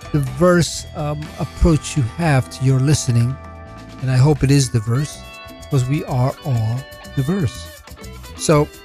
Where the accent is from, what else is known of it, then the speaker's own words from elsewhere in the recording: Colombia; as a Colombian Latino myself, coming out of the whole rock world, more in the domestic New York scene